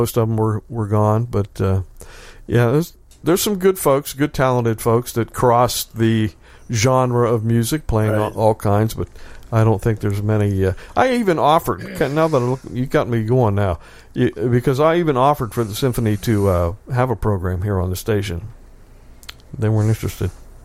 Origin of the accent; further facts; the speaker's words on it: Wheeling, West Virginia, United States; born there; I was born in Wheeling.